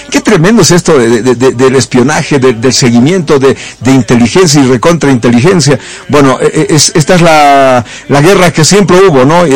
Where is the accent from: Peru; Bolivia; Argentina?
Bolivia; yo como representante boliviano ahí en BBC